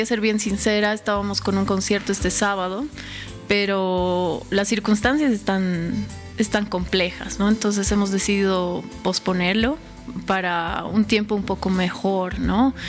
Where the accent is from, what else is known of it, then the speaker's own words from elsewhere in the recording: La Paz, Bolivia; todos estamos cargando últimamente un peso importante como bolivianos, como paceños específicamente